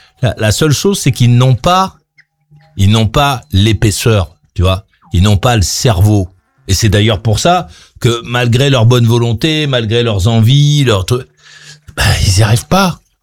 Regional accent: France; Bah oui, je suis Français moi.

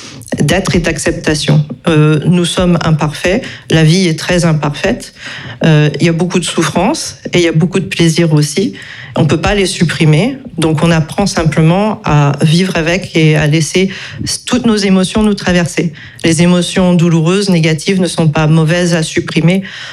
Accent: Canada; moved away; Moi, je viens du Canada

